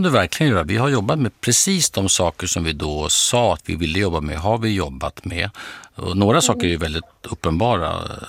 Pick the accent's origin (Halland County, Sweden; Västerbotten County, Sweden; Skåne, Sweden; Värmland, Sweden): Skåne, Sweden; Lund; born there; Ja, min födelsestad.